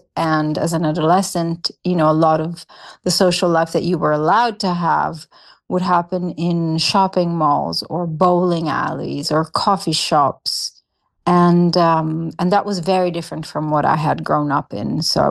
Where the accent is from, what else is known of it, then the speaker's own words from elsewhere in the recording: Rome, Lazio, Italy; My early years, I grew up in Rome. I grew up in a sort of countryside of Rome.